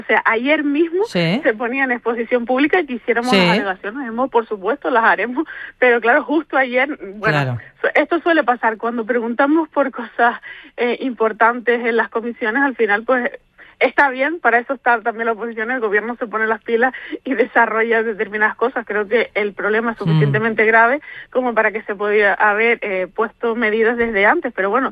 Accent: Lanzarote, Canary Islands, Spain; todos los lanzaroteños y lanzaroteñas

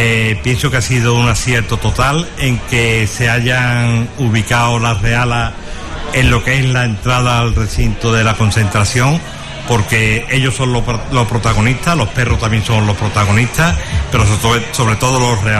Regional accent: Cazalla de la Sierra, Andalusia, Spain

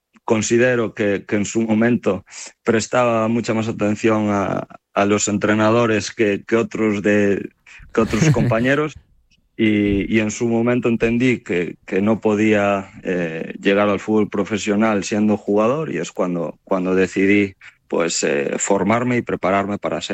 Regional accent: Galicia, Spain; moved away as an adult; now in China; Cuando salí de Galicia, mi idea era, voy a China, estoy allí un mes, 2 meses, si me gusta, pues acabo mi contrato, si no me vengo para mi casa

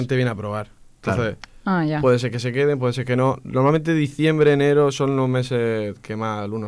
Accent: Murcia, Region of Murcia, Spain; Justo nosotros dos somos de Locarre.

